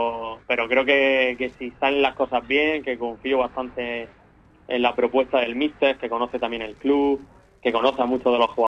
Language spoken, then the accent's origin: Spanish; Pulpí, Andalusia, Spain; seguir ayudando aquí al club de mi pueblo